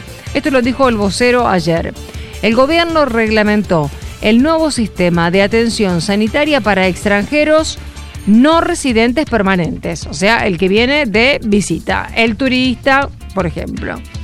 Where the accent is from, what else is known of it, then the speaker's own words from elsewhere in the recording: Argentina; yo como argentina he tenido la posibilidad de viajar a muchos países del extranjero